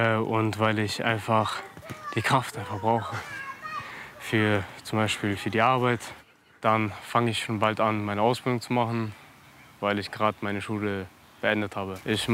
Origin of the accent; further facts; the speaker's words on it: Bremen, Germany; born there; meine Mutter kommt aus Russland und mein Vater aus Kasachstan. Ja, und ich bin hier geboren.